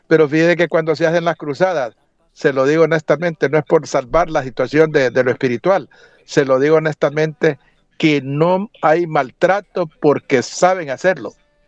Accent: Honduras

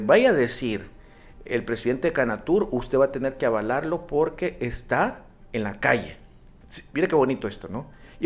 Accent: Honduras; como hondureño, a mí no me gusta

